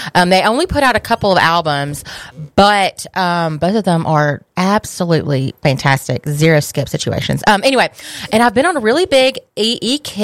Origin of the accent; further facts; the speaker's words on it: Panama City, Florida, United States; born there; Some what I assume to be good old Floridians, as am I, technically. I was born in Panama City, so I'm also a Panhandle Play girl, I guess.